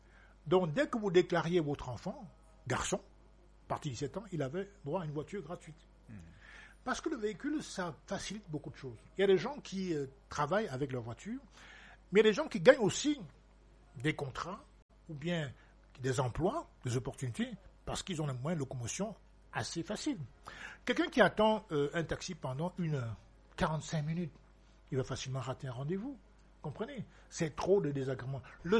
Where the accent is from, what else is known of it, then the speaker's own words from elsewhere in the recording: West, Cameroon; je suis de l'Ouest, mais Camerounais avant tout.